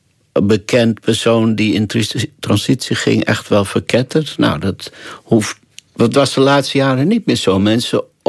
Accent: Netherlands; now in Belgium; In Nederland, waar ik vandaan kom, Vergeleken met VS en Engeland bijvoorbeeld en andere landen valt dat alleszins mee.

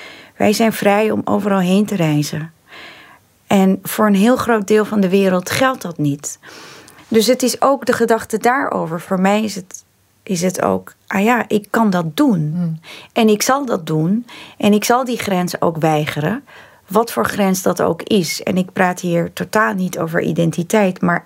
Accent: Netherlands; born there; Ik ben in Nederland geboren.

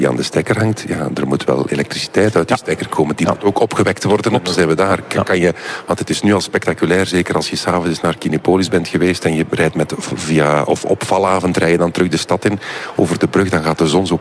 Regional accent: Doel, Flanders, Belgium; ik ben een kind van Doel, mijn grootmoeder is daar ooit geboren, dus ik ga geregeld naar daar

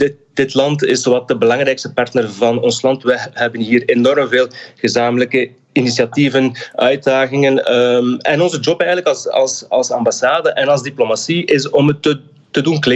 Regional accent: Flanders, Belgium; Dus het is echt een zeer grote eer om als Nederlandstalige Belg, om als Vlaming hier actief te kunnen zijn voor onze diplomatie in Nederland.

